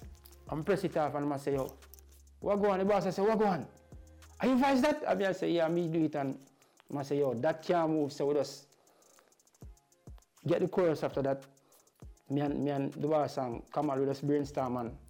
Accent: White House, Westmoreland, Jamaica; Well, I'm from White House first and foremost, so music is widely populated in White House.

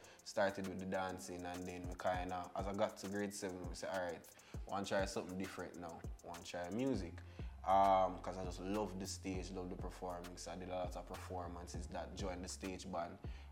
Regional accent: Montego Bay, Saint James, Jamaica; So I'm from St. James, Mobe to be exact, you know, Granville, we go Granville every time.

